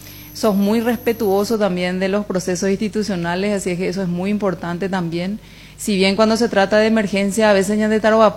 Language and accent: Spanish; Alto Paraná, Paraguay; yo soy de Alto Paraná, del interior.